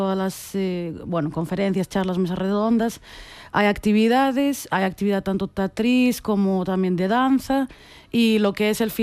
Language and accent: Spanish; Santiago de Compostela, Galicia, Spain; born there; Sí, nací en Santiago de Compostela, fue donde emigró mi familia.